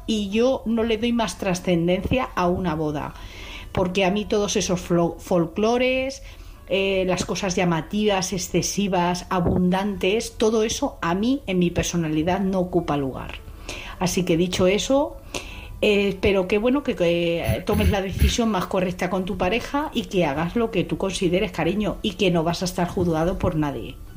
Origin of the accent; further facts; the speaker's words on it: Sicily, Italy; Luego regresé a parte de mi tierra, que es Sicilia.